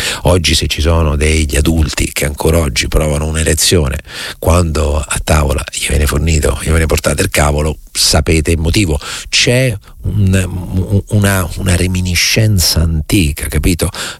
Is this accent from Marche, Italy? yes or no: yes; Recanati, Marche, Italy; sarà che sono da Reganati, sarà che so gobbo anche calcisticamente parlando come Leopardi